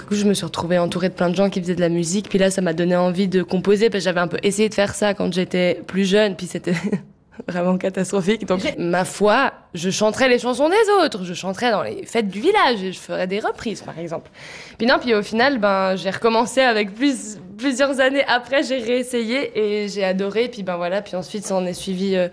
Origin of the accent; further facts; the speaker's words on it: Haute-Nendaz, Valais, Switzerland; Moi, je viens de Haute-Nenda, en Valais